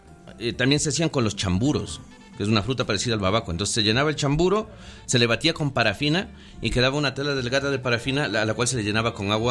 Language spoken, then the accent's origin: Spanish; Quito, Pichincha, Ecuador; Yo crecí en la Tola